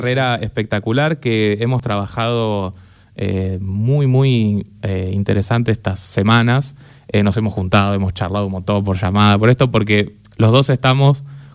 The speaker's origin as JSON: {"language": "Spanish", "town": "Trenque Lauquen", "region": "Buenos Aires Province", "country": "Argentina", "moved": "yes", "said": "Voy a estar en Trenquelauquen, en mi pueblo."}